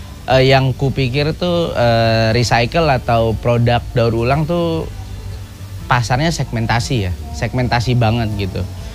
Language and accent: Indonesian; Bantar Gebang, West Java, Indonesia; born there; Kita sudah terlanjur lahir di Bantar Gebang dan kita sudah terlanjur diwariskan gunung sampah sebesar ini.